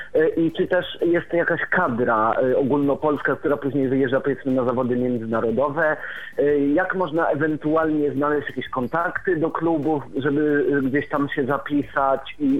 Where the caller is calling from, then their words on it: Warmian-Masurian Voivodeship, Poland; jestem z Warmii i Mazur, to z tego co wiem, to chyba w Olsztynie.